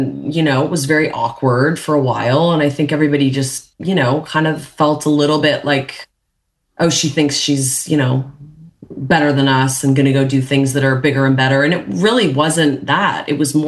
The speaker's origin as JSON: {"language": "English", "country": "Canada"}